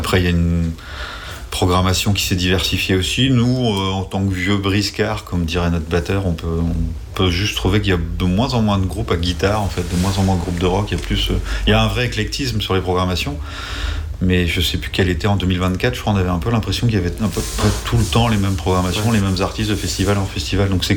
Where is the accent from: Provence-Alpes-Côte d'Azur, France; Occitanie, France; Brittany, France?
Brittany, France